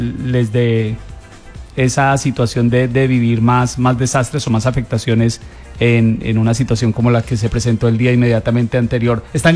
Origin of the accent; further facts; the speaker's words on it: Colombia; todo hace parte de la colaboración que como colombianos, que gracias a Dios no sufrimos ni daños físicos en nuestras viviendas